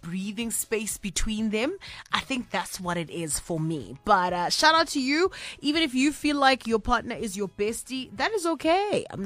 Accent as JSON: {"language": "English", "town": "Kimberley", "region": "Northern Cape", "country": "South Africa", "said": "I'm from Kimberley. That's like, we are neighbors"}